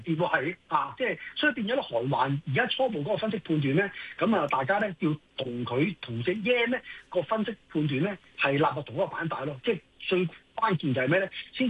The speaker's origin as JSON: {"language": "Cantonese", "country": "Hong Kong", "said": "我哋作為香港人"}